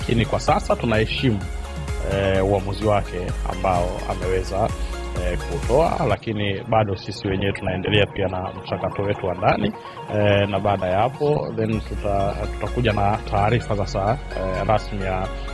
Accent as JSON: {"language": "Swahili", "country": "Tanzania", "said": "mimi ni Mtanzania"}